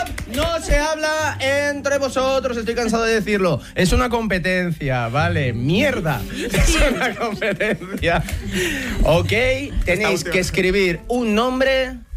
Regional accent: Vitoria, Basque Country, Spain; now in Madrid, Spain; Bueno, es que Raúl y yo somos de Vitoria, pero no nos conocemos por eso.

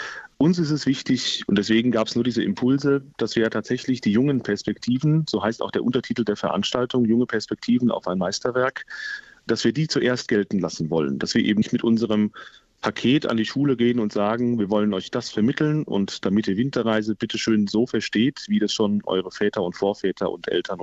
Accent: Limburg, Hesse, Germany; Tatsächlich auch meine Heimatstadt. Es ist immer was Besonderes, in Limburg zu sein. Ich bin da aufgewachsen, habe da musikalisch gehen gelernt.

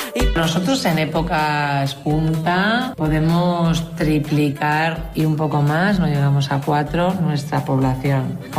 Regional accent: Catalonia, Spain; Soy aranesa.

